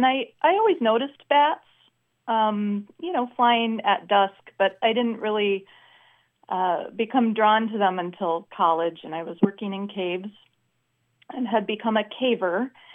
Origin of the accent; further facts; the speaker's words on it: Wisconsin, United States; I grew up in Wisconsin.